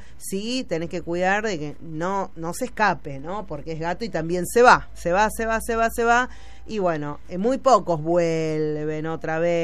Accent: Argentina; somos los argentinos de tener mascotas mucho

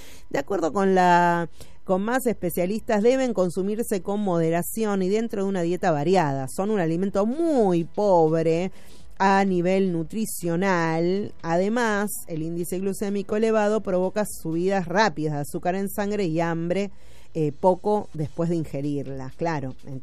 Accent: Argentina

